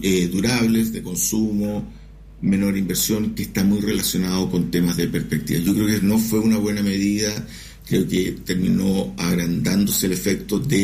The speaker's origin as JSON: {"language": "Spanish", "country": "Chile", "said": "Cuando uno ve como persona natural, como chileno, que hay un gobierno y oposición"}